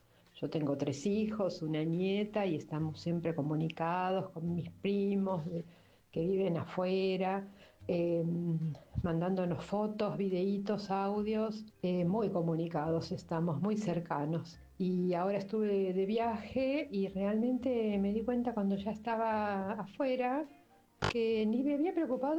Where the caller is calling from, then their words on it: Adrogué, Buenos Aires Province, Argentina; soy de Adrogué